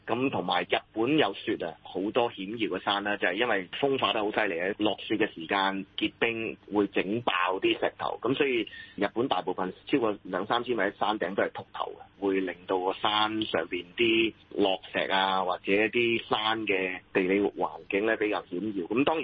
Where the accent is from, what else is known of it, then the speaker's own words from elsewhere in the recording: Hong Kong; 我哋香港人